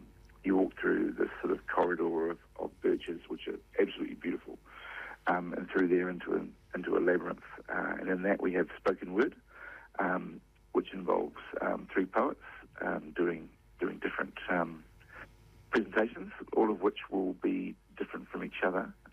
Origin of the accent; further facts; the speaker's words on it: New Plymouth, Taranaki, New Zealand; moved away; I'm from New Plymouth, so we have the Festival of Lights down there.